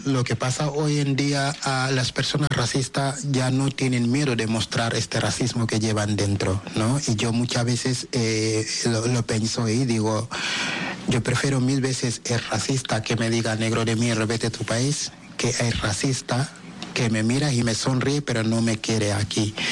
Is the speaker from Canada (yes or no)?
no; Senegal; now in Spain; Yo hablo de Senegal, o sea, somos más de 18 millones de habitantes.